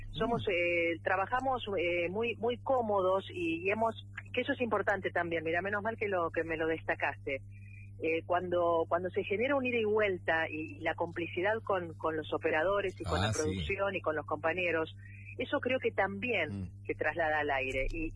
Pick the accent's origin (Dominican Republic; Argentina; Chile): Argentina; La Plata, Buenos Aires Province; Yo soy platense.